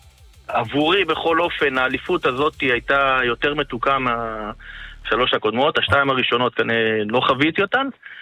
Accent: Eilat, Southern District, Israel; now in Kfar Tavor, Israel; אחד שלא גדל בעיר, גדלתי באילת.

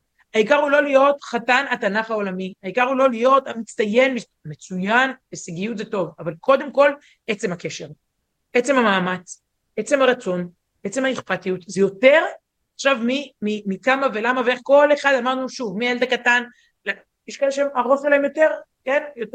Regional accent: Herzliya, Tel Aviv District, Israel; נערה שהייתי מהרצליה

